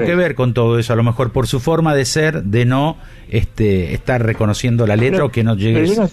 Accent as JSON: {"language": "Spanish", "town": "Rosario", "region": "Santa Fe", "country": "Argentina", "said": "soy de Rosario."}